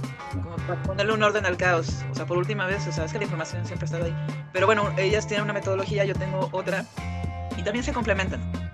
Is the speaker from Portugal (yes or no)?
no; northern Mexico, Mexico; yo como buena norteña no crecí con nada del sonidero